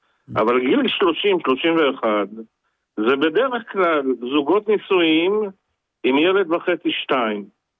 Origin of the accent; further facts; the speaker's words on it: Afula, Northern District, Israel; אני גדלתי בעיר קטנה, באפולה, עיירת פועלים, של אשכנזים ותימנים ורומנים וכולם יחד